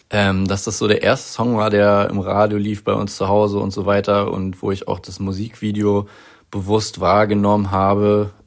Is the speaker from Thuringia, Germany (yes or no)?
no; Berlin, Germany; moved away; Ich komme ja ursprünglich aus Berlin, aber verrate es keinem.